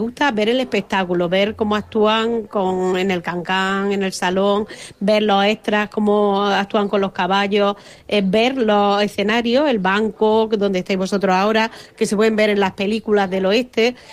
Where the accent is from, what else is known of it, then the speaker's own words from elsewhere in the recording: Jaén, Andalusia, Spain; now in Almería, Spain; tengo que decirte que soy de Jaén y vivo en Almería